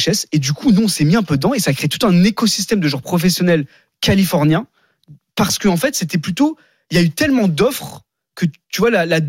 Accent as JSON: {"language": "French", "country": "France", "said": "l'avantage de nous, en tant que Français, c'est qu'on peut aller aux États-Unis."}